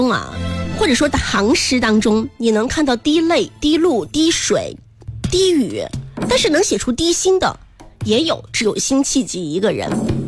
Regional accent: Sichuan, China; 因为我是四川人，我雨伞呢就叫撑花。

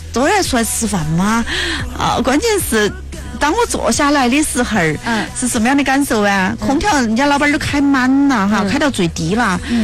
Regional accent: Chongqing, China; 一个是它汤锅还清淡，然后它又是蘸水的，又符合我们重庆人的口味。

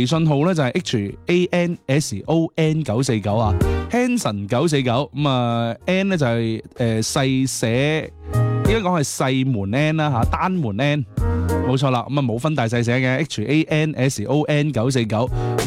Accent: Zhaoqing, Guangdong, China; accent: Zhaoqing dialect; 即系我哋广东人咧，咁啊见面问候好多时候第一句话就系、是、喂呀翻未呢咁样啊，即系我哋肇庆话就咁样啦。

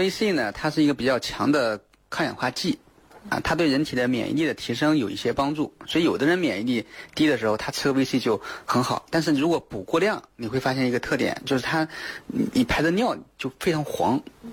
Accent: China; 我们中国人其实 B 族维生素缺乏的还是比较多的

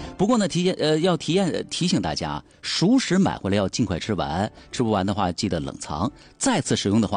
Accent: Panjin, Liaoning, China; moved away; 尤其是你看我老家盘锦离沟帮子近、

